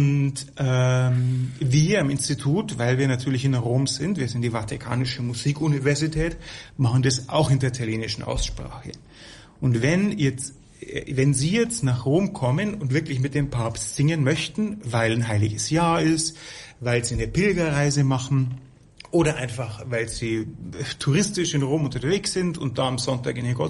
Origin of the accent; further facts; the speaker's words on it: Bavaria, Germany; now in Rome, Italy; jetzt sage ich es mal als Bayer.